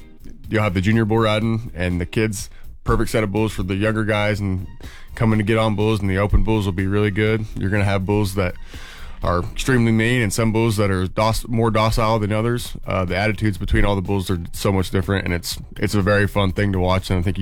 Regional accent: Sydney, New South Wales, Australia; We come from Sydney and we brought all the bulls down.

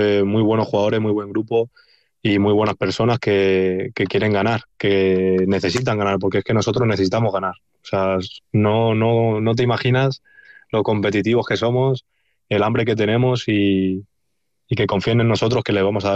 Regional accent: Toledo, Castilla-La Mancha, Spain; a los que no son de aquí enseñarles lo que es ser de Toledo

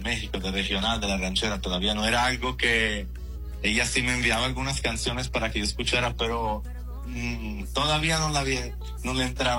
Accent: Florence, Tuscany, Italy; born there; Spanish is a second language; Yo en Florencia, en Italia.

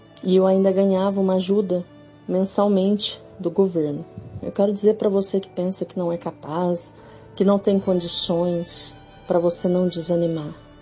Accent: Campos Gerais, Minas Gerais, Brazil

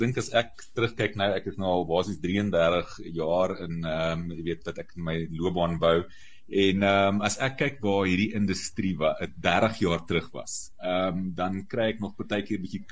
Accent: Port Elizabeth, Eastern Cape, South Africa; born there; Ja Ryk, dit eintlik maar alles begin in 1968 toe ek gebore is in wat vandag bekend staan as Gqeberha. maar die ou Port Elizabeth

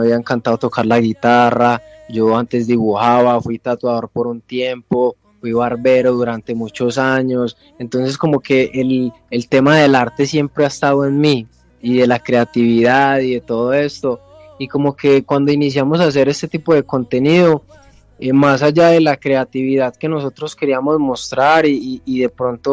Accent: Pereira, Risaralda, Colombia; now in Medellín, Colombia; yo soy de Pereira. ¿Sí me entiendes? Yo vivo acá en Medellín y todo, pero pues yo soy de Pereira, toda mi familia está en Pereira

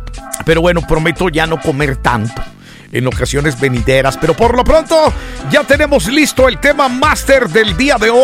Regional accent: Mexico; nos gustan nuestras tradiciones de mexicanos y todo.

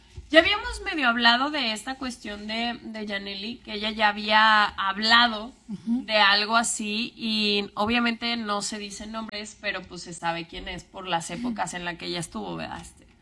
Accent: Aguascalientes, Mexico; born there; Sí, yo nací en Aguascalientes.

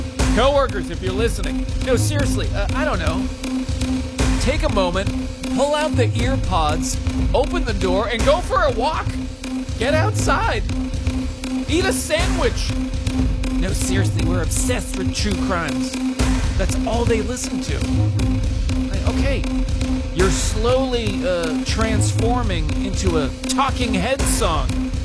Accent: Massachusetts, United States; moved away; my home state of Massachusetts, the most obsessed state with true crime.

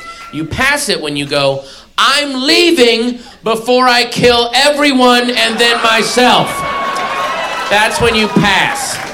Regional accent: Sterling, Virginia, United States; moved away; I grew up in Sterling, Virginia. Actually, you know what? That isn't even accurate. Because Sterling, Virginia didn't even have enough identity to have like a... It was a planned community.

